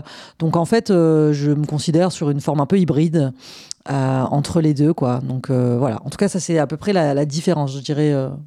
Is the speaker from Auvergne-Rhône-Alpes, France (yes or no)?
no; Marseille, Provence-Alpes-Côte d'Azur, France; born there; En tout cas, moi, je suis née à Marseille. C'est une ville qui fait partie de mon identité